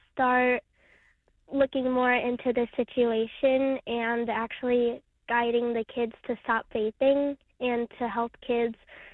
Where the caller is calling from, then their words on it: Queens, New York, United States; I'm calling from Queens.